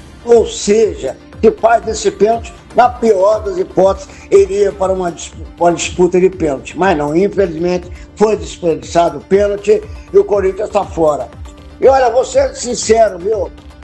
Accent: Brazil; sou brasileiro

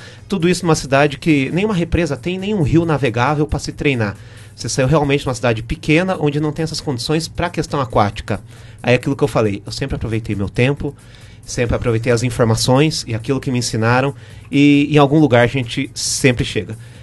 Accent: Itararé, São Paulo, Brazil; sou itararéense, tá, pessoal? Fui criado aqui na Rua Itararé

